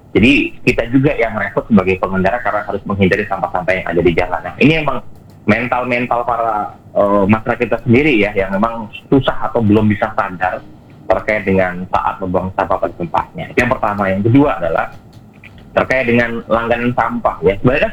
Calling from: South Sumatra, Indonesia; meskipun saya warga Banyuasin, tapi aktivitasnya banyak di Palembang nih Pak.

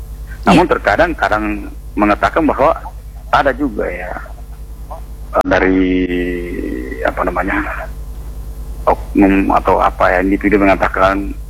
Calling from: Lembang, West Java, Indonesia; Kecamatan Lembang di daerah saya.

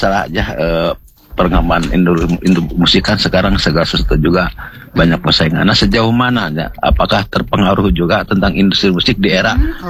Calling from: Bandung, West Java, Indonesia; kita orang Sunda

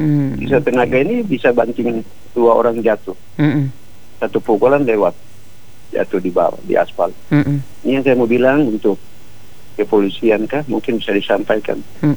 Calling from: Indonesia; di daerah saya, tempat tinggal saya, Kelurahan Murabeji.

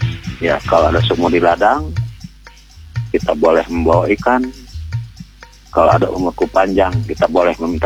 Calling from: Bandung, West Java, Indonesia; Bandung Timur.

